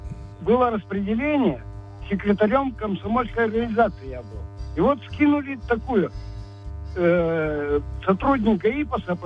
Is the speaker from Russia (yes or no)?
yes; Krasnoufimsk, Sverdlovsk Oblast, Russia; now in Yekaterinburg, Russia; Я из Красноуфимска, Свердловской области. Но я с 79-го года в Екатеринбурге.